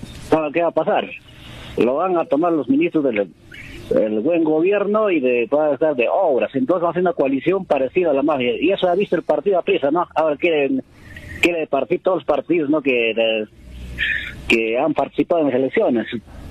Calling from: Cabana, Puno, Peru; aquí de Cabana, Tiracoma.

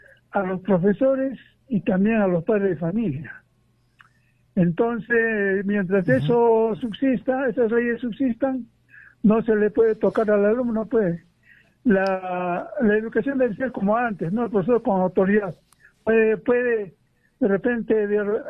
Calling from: Peru; de la Capilla.

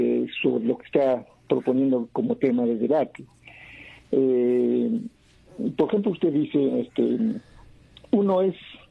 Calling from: Juliaca, Puno, Peru; aquí, de Juliaca.

